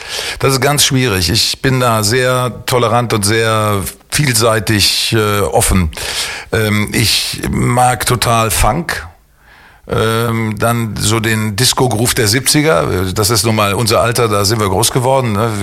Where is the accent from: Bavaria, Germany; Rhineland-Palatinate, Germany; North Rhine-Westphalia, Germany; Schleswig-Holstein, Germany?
North Rhine-Westphalia, Germany; Meerbusch; Ich bin genau genommen Osterrater. Ich sag mal, gut, Meerbuscher akzeptiere ich, wenn man das sagt, aber ich bin Osterrater.